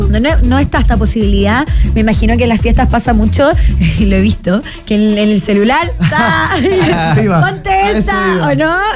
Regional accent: Chile; no somos Centroamérica, no somos caribeños, pero sí tuvimos siempre esa cultura. Igual nos impregnamos de todo eso, pero construimos nuestra propia identidad.

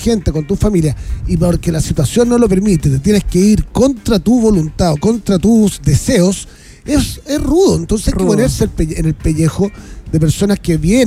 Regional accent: Chile

